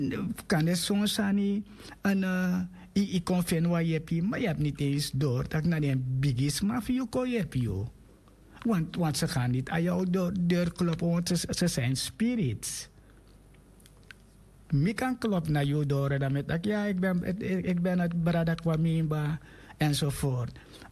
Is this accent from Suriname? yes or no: yes; Suriname; born there; Ik ben een Surinaamse Afrikaan. Ik ben geboren in Suriname.